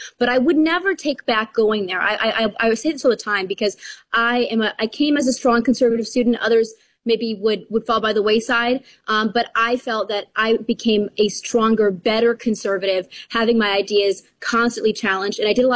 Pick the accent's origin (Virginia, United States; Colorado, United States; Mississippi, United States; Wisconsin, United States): Wisconsin, United States; but it was in Chicago and I was from Wisconsin.